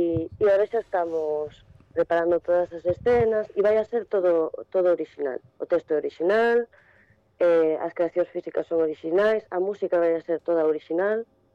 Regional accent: Narón, Galicia, Spain; somos de Narón e Ferrol, la contorna toda por aquí

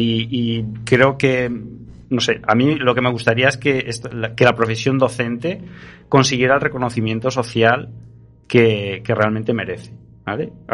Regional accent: Basque Country, Spain; dicen de los gallegos y los vascos, ya, yo soy vasco.

